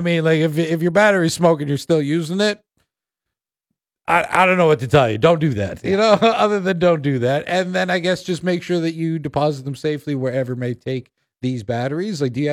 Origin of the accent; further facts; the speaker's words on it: Burk's Falls, Ontario, Canada; my hometown, Berks Falls.